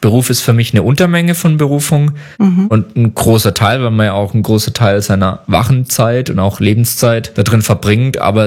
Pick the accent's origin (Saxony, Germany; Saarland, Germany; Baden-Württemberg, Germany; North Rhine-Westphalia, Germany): Baden-Württemberg, Germany; Pforzheim; die Mission lag nicht so weit weg von Pforzheim da, wo ich aufgewachsen bin.